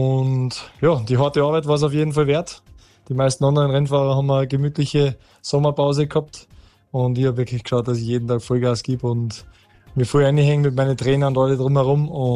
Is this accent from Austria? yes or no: yes; Schladming, Styria, Austria; ich bin aufgewachsen im Bikepark in Schladming